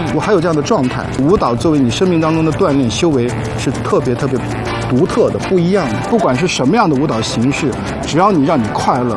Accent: Hangzhou, Zhejiang, China; 我老家来自于浙江杭州

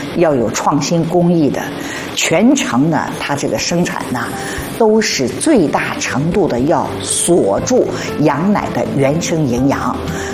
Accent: Shanghai, China; accent: Shanghainese; 我们上海话叫咖喱粥

